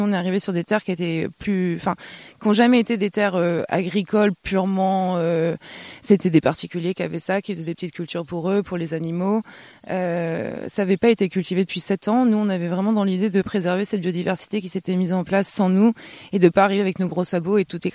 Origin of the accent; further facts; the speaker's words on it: Centre-Val de Loire, France; moi, je suis du Cher et Benjamin est de l'Indre-et-Loire.